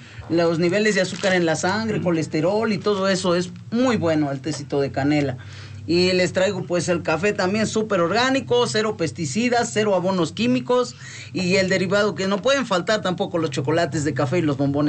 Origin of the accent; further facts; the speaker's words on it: Cuetzalan, Puebla, Mexico; ya saben que soy Cuetzalan. Venimos a veces varios de Cuetzalan